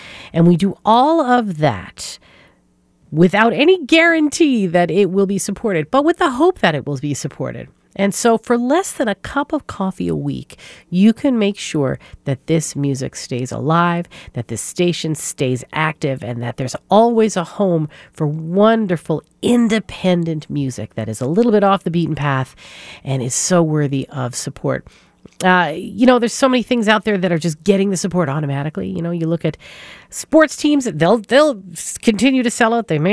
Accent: Newfoundland and Labrador, Canada; At least that's how I am saying it, because let's face it, I'm from Newfoundland and English is a tough one for us for the way we wrap our heads around the words.

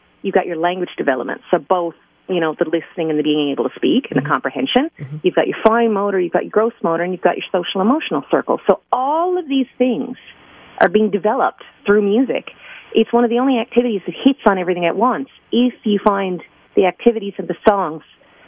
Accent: Newfoundland and Labrador, Canada; So when I was growing up in Newfoundland doing my undergrad, Ken Knowles was teaching the jazz arranging course

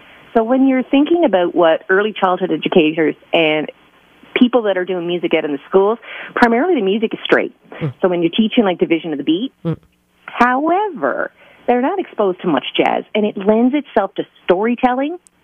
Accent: Newfoundland and Labrador, Canada; when I was growing up in Newfoundland doing my undergrad

